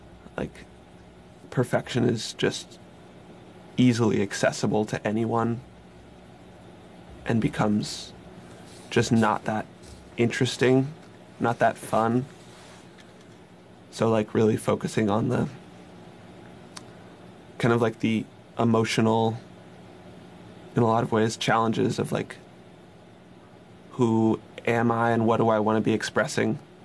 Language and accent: English; San Francisco, California, United States; now in West Marin, United States; I grew up in San Francisco, just an hour away.